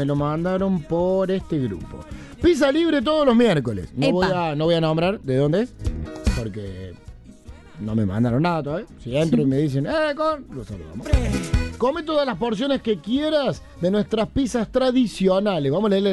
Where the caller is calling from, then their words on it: Villa Los Aromos, Córdoba, Argentina; Hola, ¿cómo están? Los estoy escuchando. Soy de Villa Los Áramos. Qué lindo que es Villa Los Áramos.